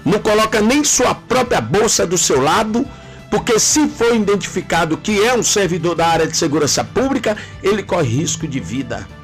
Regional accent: Bahia, Brazil; Eu, sinceramente, como baiano

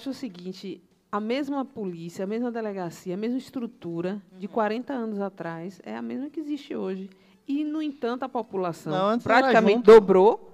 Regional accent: Juazeiro, Bahia, Brazil; born there; moved away as an adult; also born or lived in Petrolina, Pernambuco / Aracaju, Sergipe; now in Bahia, Brazil; Eu nasci em Juazeiro, mas eu estudei minha vida toda em Petrolina, que é Pernambuco. Depois, quando eu terminei e saí de Juazeiro, eu fui para Aracaju.

